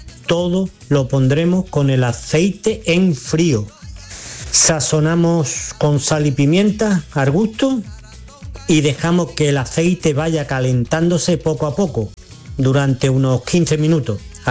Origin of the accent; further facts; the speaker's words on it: Mijas, Andalusia, Spain; de las Lagunas de Mija.